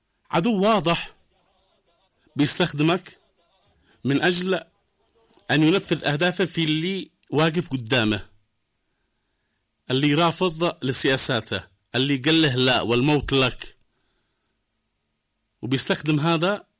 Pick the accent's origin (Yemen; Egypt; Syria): Yemen; اليوم الحاصل عندنا في اليمن